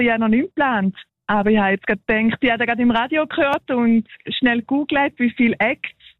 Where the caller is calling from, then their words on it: Eastern Switzerland, Switzerland; accent: Eastern Swiss dialect; Wie man vielleicht vom Dialekt gehört, bin ich aus der Ostschweiz.